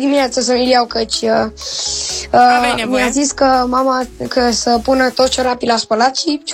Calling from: Bucharest, Romania; din București și am 10 ani.

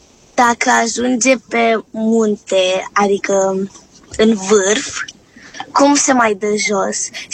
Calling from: Constanța, Constanța County, Romania; din Constanța.

